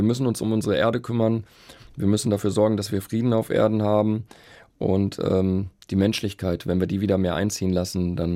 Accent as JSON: {"language": "German", "region": "North Rhine-Westphalia", "country": "Germany", "tie": "born or raised there", "said": "Ich bin in Nordrhein-Westfalen aufgewachsen, deswegen mit WDR 4."}